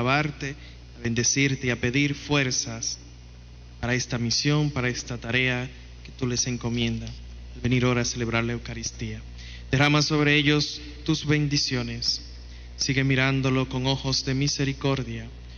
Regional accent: Dominican Republic; Hoy, como pueblo dominicano, celebramos su día.

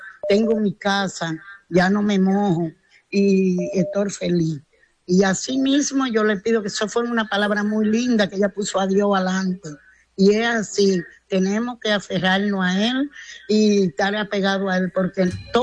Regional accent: Río Seco, La Vega, Dominican Republic; now in Licey al Medio, Dominican Republic; de allá de La Vega soy yo, de Río Seco, La Vega. Y vivo aquí en Licera al Medio, Santiago.

